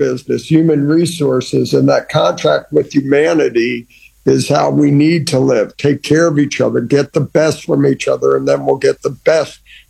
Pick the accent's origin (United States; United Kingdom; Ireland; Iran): Iran; born or raised there